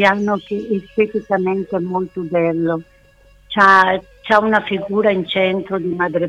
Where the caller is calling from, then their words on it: Lombardy, Italy; non vorrei dire il paese, ma è sul bresciano.